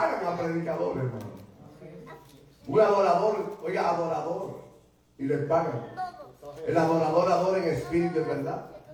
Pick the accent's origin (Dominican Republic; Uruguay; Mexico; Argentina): Dominican Republic; Nosotros los dominicanos